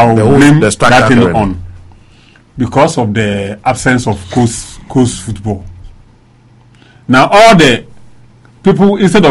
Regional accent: Ghana; Where I grew up in Dakuma

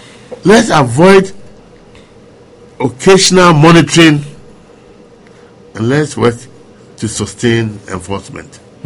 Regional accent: Ghana; moved away; I'll be heading towards my hometown, Sutra.

